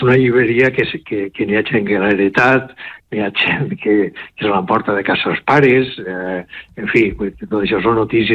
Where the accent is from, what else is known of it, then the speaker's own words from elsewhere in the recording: Burjassot, Valencian Community, Spain; soc de Burjassot, poble de l'Horta Nord.